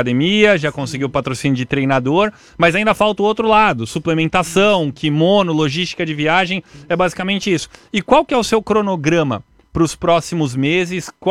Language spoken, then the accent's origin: Portuguese; São Paulo, Brazil; now in Joinville, Brazil; Também sou paulistano.